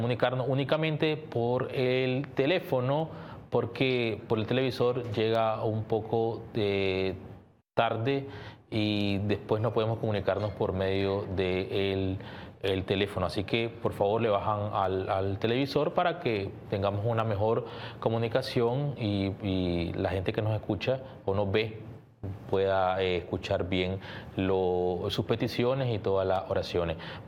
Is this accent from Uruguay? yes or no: no; Nicaragua; Sí, soy nicaragüense, exactamente.